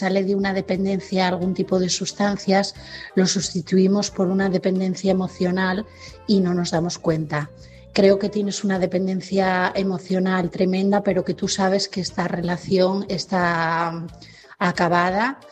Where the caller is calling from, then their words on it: Asturias, Spain; de Asturias y mi mensaje esta noche es para Leticia.